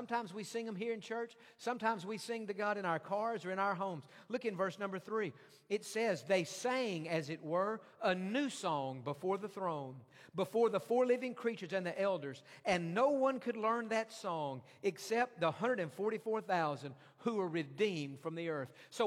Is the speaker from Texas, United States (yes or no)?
yes; Texas, United States; I grew up in East Texas